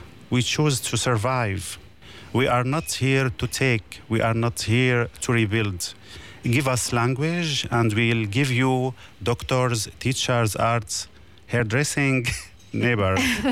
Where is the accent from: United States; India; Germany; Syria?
Syria; English is a second language; moved away as an adult; now in Netherlands; I come from Syria. I come here before 1.5 years.